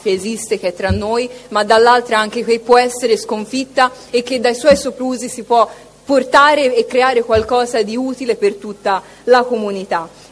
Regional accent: Tuscany, Italy; io sono toscana, specialmente nel centro-nord Italia.

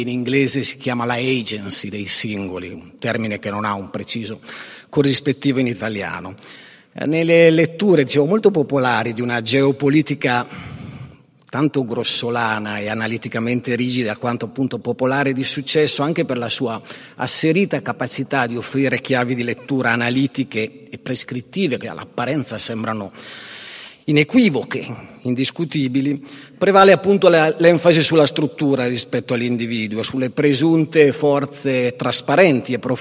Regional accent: Trentino-Alto Adige, Italy; moved away; io non sono originario della Val di Fiemme, sono della Val di Fiemme, nel senso che alla fine sono radici che rimangono e che non si perdono.

